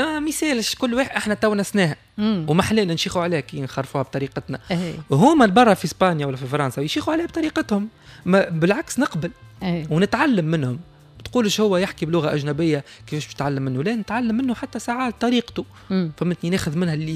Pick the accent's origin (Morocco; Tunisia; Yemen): Tunisia; احنا مثلا عندنا في تونس